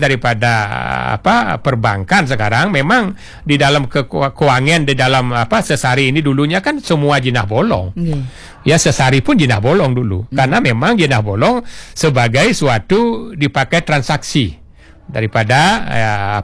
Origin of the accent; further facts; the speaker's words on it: Bali, Indonesia; kami ingat pada waktu kecil di Petulangan